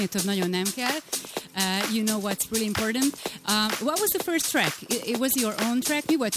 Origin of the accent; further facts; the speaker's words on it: Great Hungarian Plain, Hungary; Én alföldi lány vagyok.